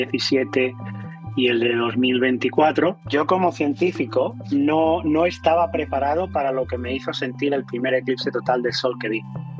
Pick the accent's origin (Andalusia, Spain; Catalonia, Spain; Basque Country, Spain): Catalonia, Spain; Terrassa; moved away as an adult; now in United States; soy natural de Tarrasa y llevo toda mi vida adulta en Estados Unidos, que fue donde estudié mi doctorado de astronomía, y ya me quedé allí haciendo carrera.